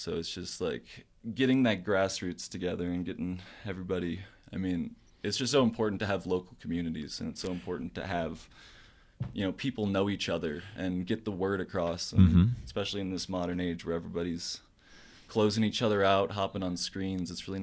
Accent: Chicago, Illinois, United States; moved away; I grew up in Chicago

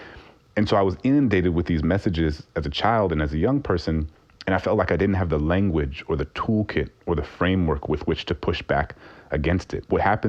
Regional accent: New Orleans, Louisiana, United States; born or raised there

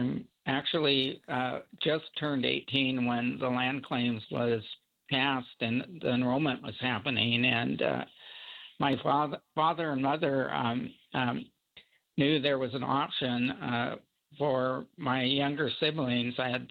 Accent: Wrangell, Alaska, United States; And, you know, I grew up in Wrangell

